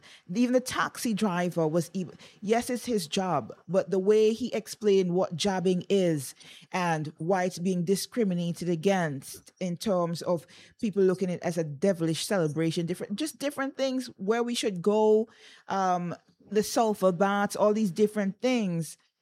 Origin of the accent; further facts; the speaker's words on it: St. Vincent & Grenadines; our country here in St. Vincent